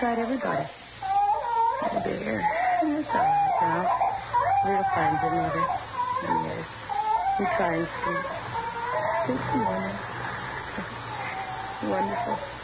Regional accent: Cincinnati, Ohio, United States; Oh, no. I'm from Cincinnati.

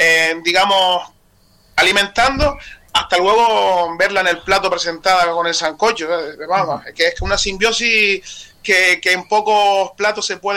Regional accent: Valsequillo de Gran Canaria, Canary Islands, Spain; yo soy de Valsequillo

